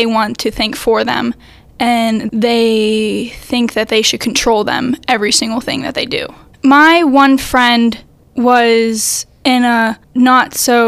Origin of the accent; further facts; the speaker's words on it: South Allegheny, Pennsylvania, United States; I'm 17 from South Allegheny.